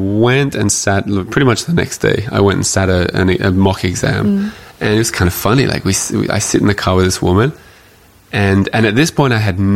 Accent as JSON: {"language": "English", "country": "Australia", "second_language": "English", "said": "And I think I should add, as an Australian, I'm driving on the wrong side of the road, a manual that I'm not used to, in a language that's not my first, not really even my second, and with new road signs."}